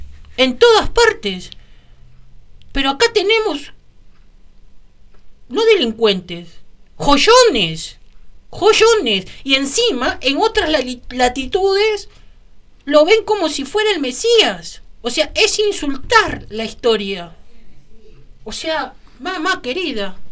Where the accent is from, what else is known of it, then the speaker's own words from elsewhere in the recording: Argentina; Y lo digo como argentino.